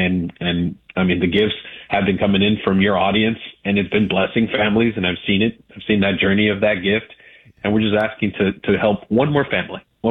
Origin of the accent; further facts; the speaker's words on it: Pereira, Risaralda, Colombia; we met in Pereira. That's my hometown. That's where I'm from.